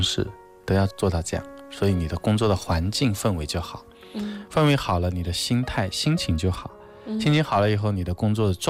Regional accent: Wu-speaking area, China; accent: Wu; 我们这边吴语系

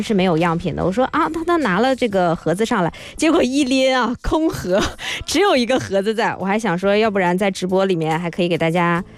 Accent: Northeast China, China; now in Guangdong, China; 我是东北人，我看不太懂粤语啊

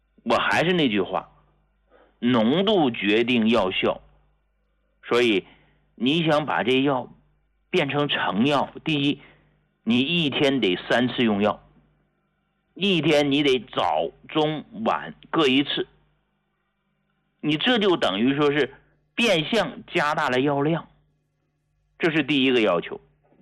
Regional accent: Hegang, Heilongjiang, China; moved away as an adult; also born or lived in Harbin; now in Beijing, China; 我是从农村来的啊，黑龙江鹤岗市一个农村走出来的这么个人。

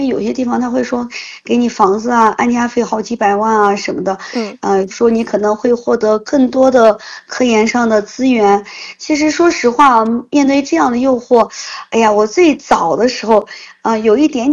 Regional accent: Xinjiang, China; 因为我从小就出生在这儿

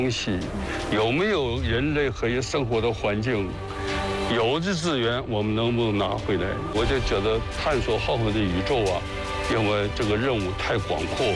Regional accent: China

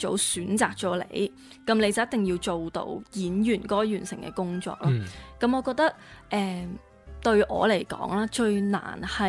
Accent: Macau; 我同麦思玉一样都是土生土长的澳门人

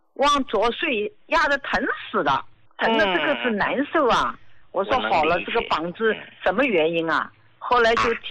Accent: Jiangsu, China; 我今年73岁，我是江苏的。

